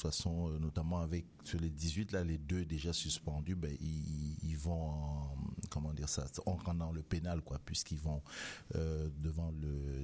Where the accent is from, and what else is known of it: Montreal, Quebec, Canada